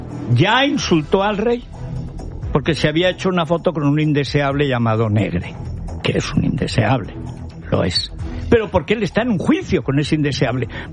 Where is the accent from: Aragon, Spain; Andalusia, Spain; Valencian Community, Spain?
Aragon, Spain; Teruel; mira que yo como soy de Teruel no lloro